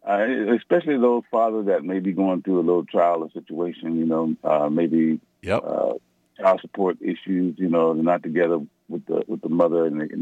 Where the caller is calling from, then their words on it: California, United States; Calling from California.